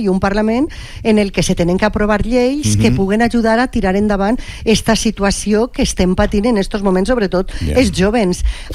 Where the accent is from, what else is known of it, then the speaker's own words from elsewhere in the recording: Burriana, Valencian Community, Spain; Jo vaig a parlar del meu poble, en Borriana.